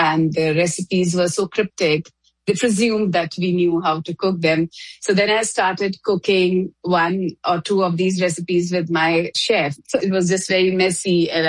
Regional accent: Rampur, Uttar Pradesh, India; I was researching historical fiction in my hometown, Rampur, which is about 200 kilometers from Delhi.

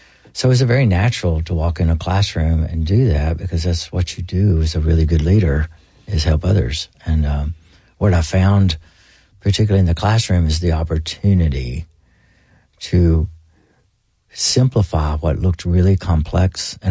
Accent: Booneville, Mississippi, United States; Oh, I grew up in Boonville, Mississippi. Everybody knows everything about everybody. There's only like 8,000 people there in the whole county.

